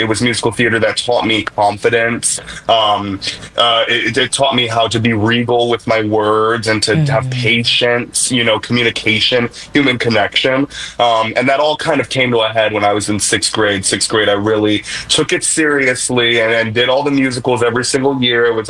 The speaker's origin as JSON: {"language": "English", "town": "Chicago", "region": "Illinois", "country": "United States", "said": "I'm from Chicago"}